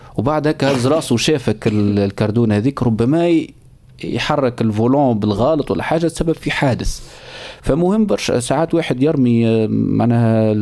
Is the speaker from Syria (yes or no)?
no; Sahel, Tunisia; باعتبار اني من الساحل،